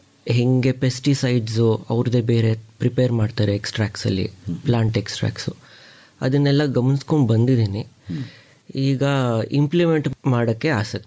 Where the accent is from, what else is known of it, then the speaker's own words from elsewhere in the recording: Mysore, Karnataka, India; ನಾನು ಮೈಸೂರಲ್ಲೇ ಹುಟ್ಟು ಬೆಳೆದಿದ್ದು